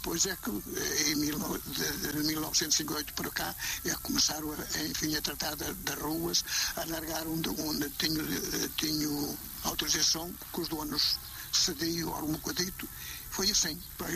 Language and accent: Portuguese; Rio Mau, Portugal; mas sempre na minha terra, sempre no Rio Mau.